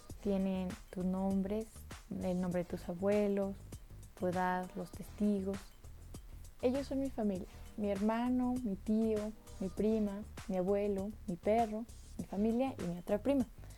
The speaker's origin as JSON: {"language": "Spanish", "town": "Guadalupe", "country": "Mexico", "tie": "born there", "said": "Yo nací en Guadalupe, en el hospital de Guadalupe. Me fueron a registrar en el registro civil de Guadalupe."}